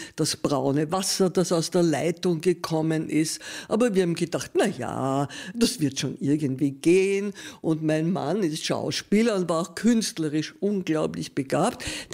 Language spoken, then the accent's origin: German; Vienna, Austria; moved away as an adult; now in Styria, Austria; und ich bin von Wien gekommen und habe dort bis zu meinem 37. Lebensjahr gelebt.